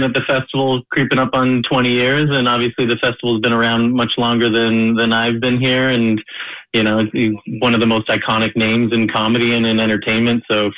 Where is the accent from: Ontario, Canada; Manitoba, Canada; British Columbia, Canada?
Ontario, Canada; Toronto; moved away as an adult; now in Montreal, Canada; as a former Torontonian, I've got a little bit of that running through me as well, which I say, unfortunately, having lived here for 25 years